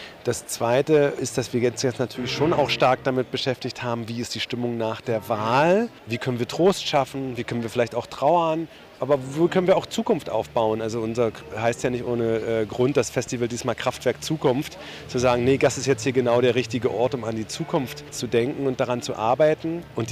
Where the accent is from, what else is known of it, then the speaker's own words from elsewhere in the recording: Magdeburg district, Saxony-Anhalt, Germany; born there; Also ich bin auch im Bezirk Magdeburg geboren und habe auch einen Bezug zu Sachsen-Anhalt.